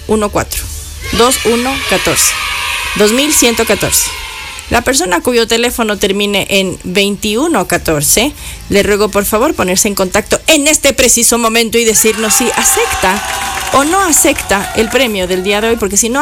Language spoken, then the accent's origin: Spanish; Ecuador; así somos los ecuatorianos